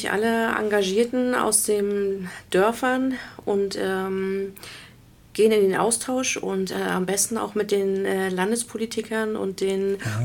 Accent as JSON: {"language": "German", "region": "Brandenburg", "country": "Germany", "said": "also ich komme aus der Nähe von Bad Belzig"}